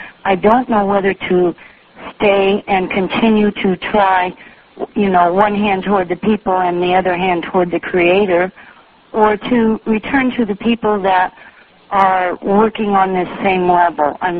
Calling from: Alaska, United States; I'm calling from Prince William Sound.

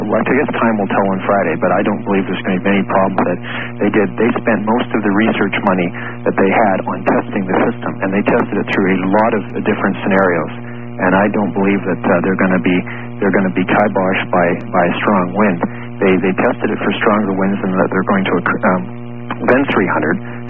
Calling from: Coquitlam, British Columbia, Canada; I'm calling from Coquitlam, British Columbia.

